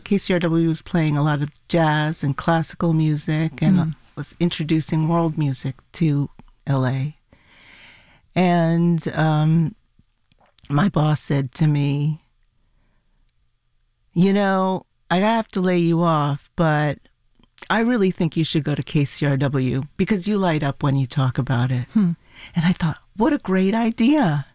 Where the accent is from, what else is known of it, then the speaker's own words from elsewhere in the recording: New York City, New York, United States; born there; also born or lived in Buenos Aires, Argentina; now in Los Angeles, United States; My parents emigrated to the United States when I was about 2.5 years old. We went to New York, so I grew up in New York City and in Buenos Aires. And then we decided to come to L.A.